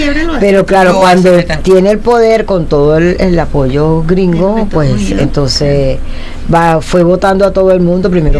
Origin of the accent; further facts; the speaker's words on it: Curiepe, Miranda, Venezuela; cuando yo era una niña, como les decía, yo estaba jugando la aérea … todas esas cosas que jugaban … todo eso que jugábamos en las calles de mi pueblo en Curiepe.